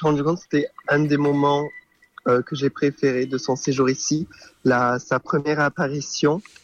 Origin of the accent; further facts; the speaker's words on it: Lourdes, Occitanie, France; je suis donc un jeune catholique de Lourdes.